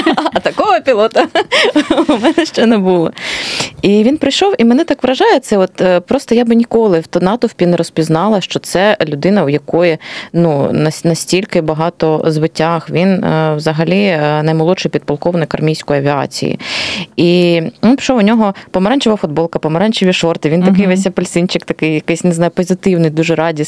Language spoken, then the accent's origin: Ukrainian; Kharkiv, Kharkiv Oblast, Ukraine; Я теж з Холодної Гори.